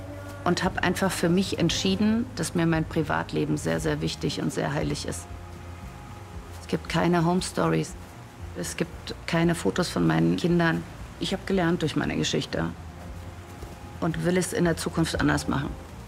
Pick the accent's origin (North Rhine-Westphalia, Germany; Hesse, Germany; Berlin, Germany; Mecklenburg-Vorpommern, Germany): Berlin, Germany; moved away as an adult; now in Heidelberg, Germany; Meine Kinder sind hier groß geworden und dass ich als Berliner Pflanze mich mal so wohlfühlen kann außerhalb von Berlin, hätte ich nicht gedacht.